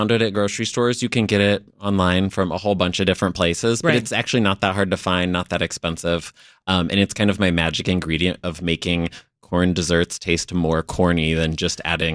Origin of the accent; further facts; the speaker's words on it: Indiana, United States; now in Chicago, United States; I'm from Indiana originally, but mm-hmm. I've lived here for a long time.